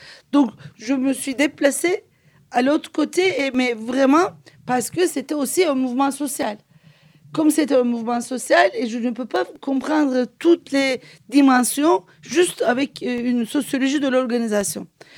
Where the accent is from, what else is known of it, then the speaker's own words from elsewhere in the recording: Turkey; French is a second language; Et j'ai dit qu'en tant que Turc, moi, je ne veux pas juger quelque chose que je ne maîtrise pas vraiment.